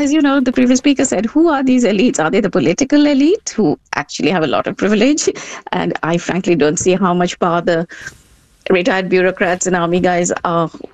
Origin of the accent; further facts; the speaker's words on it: Delhi, India; I mean, like you said, I grew up in Delhi.